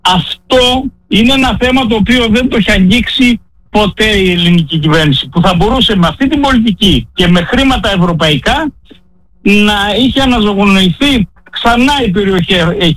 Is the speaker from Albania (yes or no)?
yes; Albania; moved away